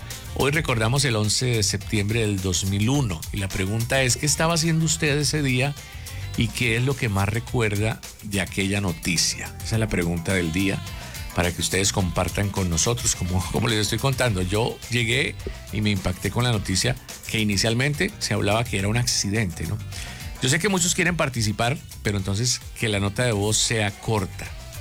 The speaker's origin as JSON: {"language": "Spanish", "country": "Colombia", "said": "la invitación para que todos los bumangueses y como buenos colombianos nos unamos más fuertes que nunca."}